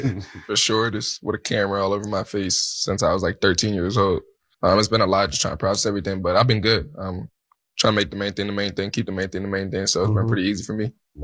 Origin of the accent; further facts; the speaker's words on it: Brockton, Massachusetts, United States; Because I'm from Brockton, so it's like an hour and 30.